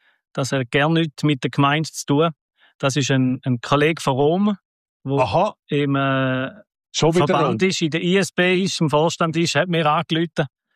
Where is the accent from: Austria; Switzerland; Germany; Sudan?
Switzerland; Oberbüren, St. Gallen; Ich komme aus Oberbüren. Das ist ein Dorf zwischen Gossau und Wil. Ich bin dort aufgewachsen